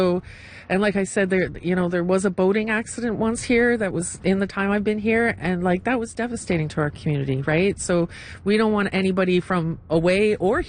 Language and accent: English; Toronto, Ontario, Canada; So like born and raised in Toronto downtown, and first trip 23 years ago, and just fell in love with this province and this particular area.